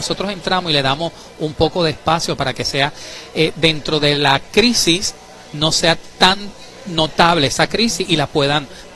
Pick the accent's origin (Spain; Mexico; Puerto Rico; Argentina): Puerto Rico; este abanico de la diversidad cultural que somos todos los puertorriqueños